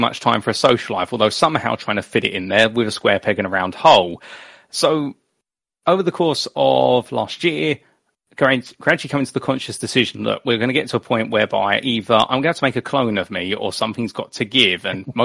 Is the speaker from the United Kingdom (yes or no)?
yes; United Kingdom; growing up in the United Kingdom and watching British motorsport and Formula One, you only know the circuits they go